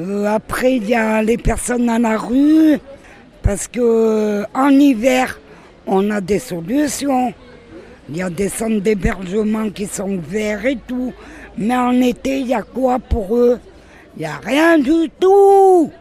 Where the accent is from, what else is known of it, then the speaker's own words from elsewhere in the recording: Grenoble, Auvergne-Rhône-Alpes, France; Alors, bonjour … j'ai 49 ans, je suis de Grenoble.